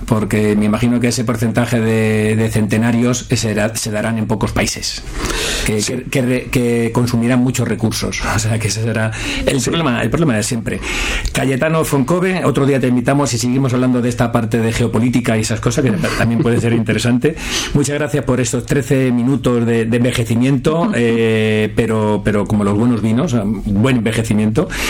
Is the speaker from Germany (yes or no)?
yes; Hanover, Lower Saxony, Germany; moved away; yo me crié en Hannover. Yo vendía, trabajaba en una tienda muy alemana, llamada Antonio Murciano Spanish Specialitäten, allí en Hannover en los años 70. Sí, sí, es que Hannover es mi pequeña patria, pequeñita